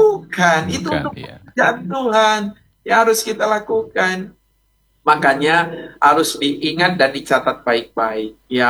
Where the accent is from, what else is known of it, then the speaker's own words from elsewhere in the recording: Manado, North Sulawesi, Indonesia; Meskipun kita orang Manado, Mike. Iya, dapat rasanya nyenda enak dang, ya.